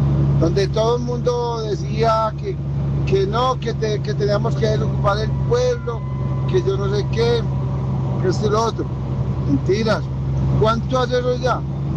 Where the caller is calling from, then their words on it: Fredonia, Antioquia, Colombia; yo soy de Fredonia.